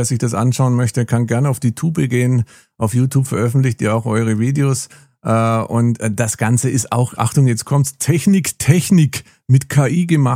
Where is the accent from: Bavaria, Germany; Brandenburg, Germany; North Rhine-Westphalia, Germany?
Bavaria, Germany; Nuremberg; Ich erinnere mich noch an die erste Eisenbahn in meiner Heimat, natürlich Nürnberg nach Fürth.